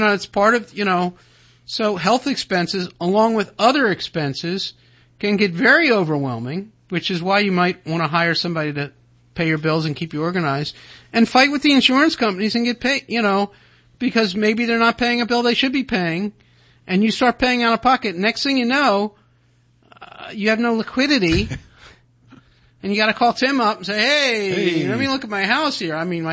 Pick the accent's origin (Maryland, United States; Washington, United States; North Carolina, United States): Maryland, United States; Baltimore; because I grew up in Baltimore